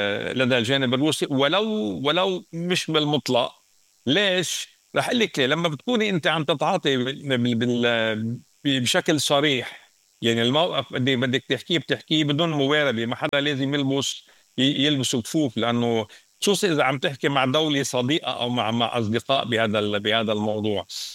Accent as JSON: {"language": "Arabic", "country": "Lebanon", "said": "نحن كلبنانيين كمان في عنا التعددية، مش بس التعددية الدينية والتعددية الطائفية اللي احنا عايشينها بلبنان"}